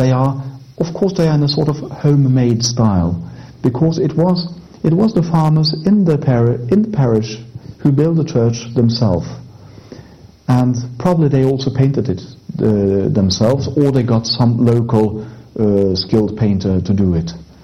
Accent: Norway; first language Norwegian; English is a second language; And I then do it in my native language, Norwegian.

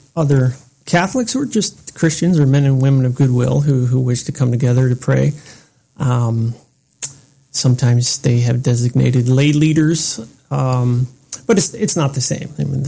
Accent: Arlington, Virginia, United States; moved away as an adult; also born or lived in Washington, District of Columbia, United States / Indiana; now in Springfield, United States; I went to high school here in the Archdiocese. I grew up in Arlington across the river, but I went to school for many years here in the Archdiocese of Washington

